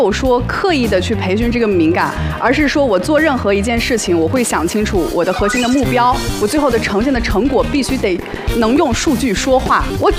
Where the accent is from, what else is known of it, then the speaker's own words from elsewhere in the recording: South China, China; 我要不要回到南方？因为我是南方人嘛